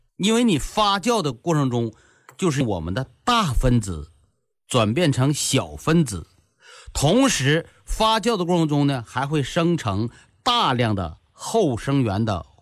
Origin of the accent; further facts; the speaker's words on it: Northeast China, China; accent: Northeastern; 那他们把咱们这给老百姓的福利给用咱们东北话说给截胡了。